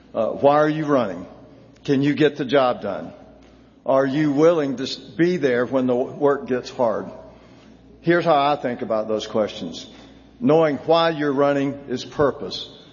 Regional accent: Atlanta, Georgia, United States; I grew up in the Techwood Projects in Atlanta.

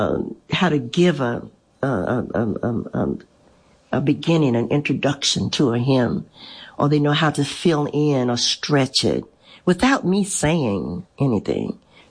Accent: Louisiana, United States; also born or lived in Texas; I was raised in Louisiana, but all of my accolades, everything, all of my, you know, the things that really mattered actually was in Texas.

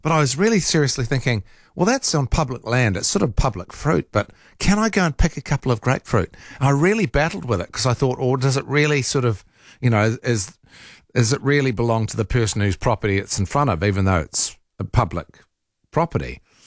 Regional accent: Rotorua, Bay of Plenty, New Zealand; Like, actually, I grew up in Rotorua. My parents built a house there.

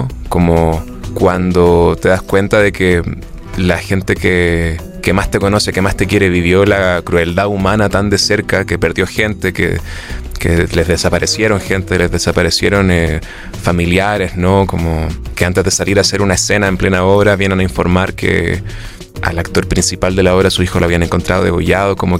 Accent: Santiago, Santiago Metropolitan Region, Chile; moved away; De la comuna de Peñalolén

